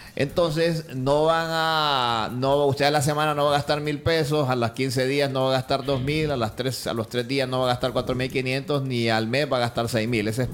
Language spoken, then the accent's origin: Spanish; Honduras